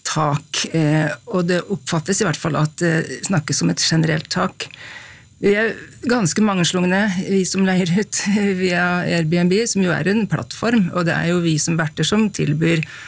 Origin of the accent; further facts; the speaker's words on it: Flisa, Innlandet, Norway; har skrevet et avisinnlegg om å slutte å bygge fabrikker i boligområder der jeg kommer fra på Flisa.